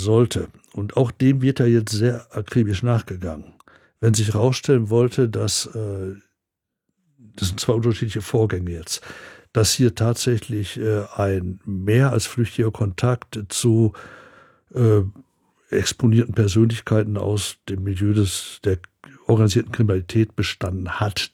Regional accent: Oberhausen, North Rhine-Westphalia, Germany; meiner Heimat, ja.

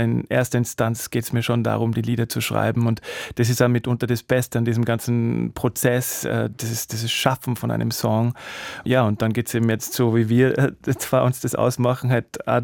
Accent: Salzburg, Austria; Ja, ich meine, ich komme wirklich aus Salzburg

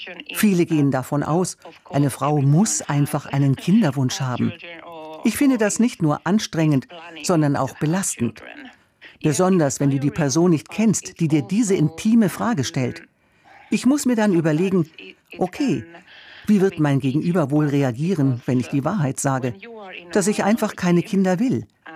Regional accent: Finland; Besonders bei uns in Finnland schwingt immer mit. Oh nein, das finnische Volk verschwindet. Die finnische Sprache.

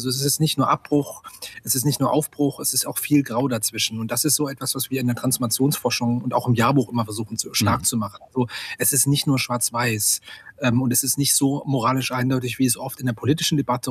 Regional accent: Saxony-Anhalt, Germany; als in meiner Heimatstadt oder meiner alten Heimatregion in Mansfeld-Südharz

